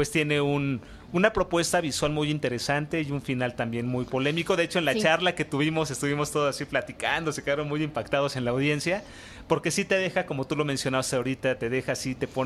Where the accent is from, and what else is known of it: Mexico